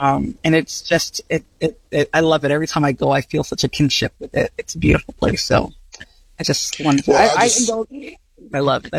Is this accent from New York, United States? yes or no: no; Houston, Texas, United States; also born or lived in Ghana; I was born in Ghana. I was a child immigrant, and I grew up, but I came here so young that I grew up in America. I grew up in Houston, Texas, and that experience of straddling cultures is so unique, but not rare.